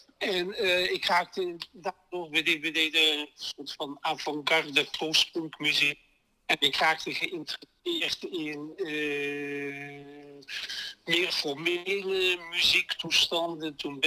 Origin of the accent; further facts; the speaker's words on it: Maastricht, Limburg, Netherlands; born there; En heel, heel lang geleden ben ik geboren in Maastricht.